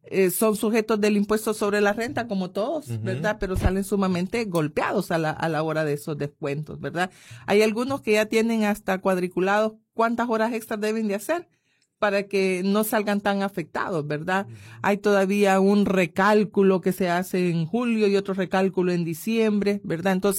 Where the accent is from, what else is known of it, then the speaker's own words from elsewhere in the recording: El Salvador; como decimos en buen salvadoreño